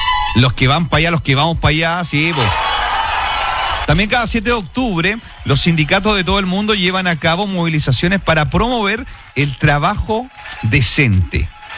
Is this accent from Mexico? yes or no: yes; Mexico; En el coche, me salió como claro, estadounidense. Como mexicano.